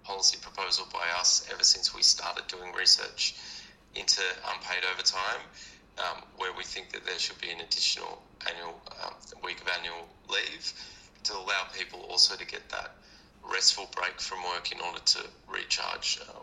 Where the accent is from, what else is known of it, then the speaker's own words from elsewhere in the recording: New South Wales, Australia; I've as someone who grew up in New South Wales, born and bred in New South Wales, I've never understood why we have less public holidays than everybody else.